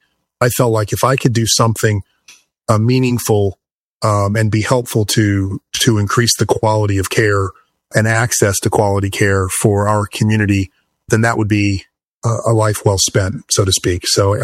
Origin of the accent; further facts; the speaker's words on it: Gainesville, Florida, United States; moved away as an adult; I grew up in Gainesville, Florida